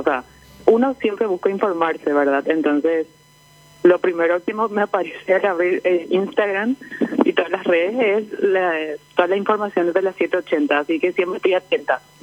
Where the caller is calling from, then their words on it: Paraguay; con asadito como todo paraguayo